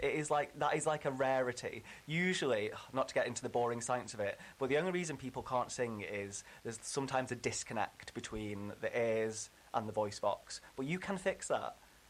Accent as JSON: {"language": "English", "town": "Manchester", "region": "North West England", "country": "United Kingdom", "tie": "born or raised there", "said": "I'm from Manchester, so I was born and raised in Manchester from Stretford, actually."}